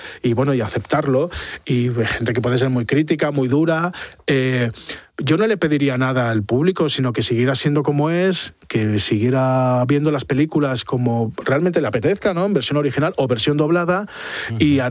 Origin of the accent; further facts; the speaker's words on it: Avilés, Asturias, Spain; now in Madrid, Spain; Bueno, en aquel momento en Avilés, yo soy de Avilés, me siento muy avilesino.